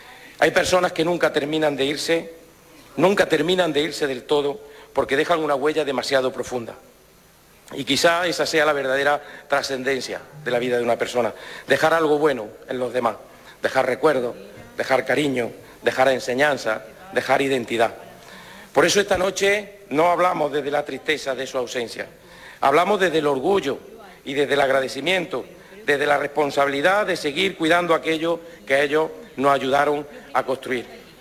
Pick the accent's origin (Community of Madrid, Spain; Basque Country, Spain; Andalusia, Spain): Andalusia, Spain; Marmolejo; Doy gracias de haber nacido en Marmolejo.